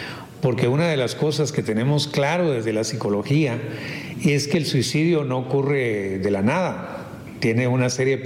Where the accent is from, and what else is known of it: Guatemala